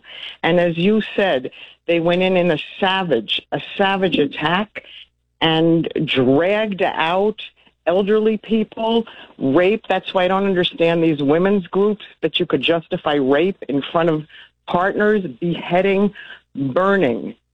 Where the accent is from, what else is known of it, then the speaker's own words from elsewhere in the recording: United States; I mean, I was born and raised in the States, so I am far from a military person.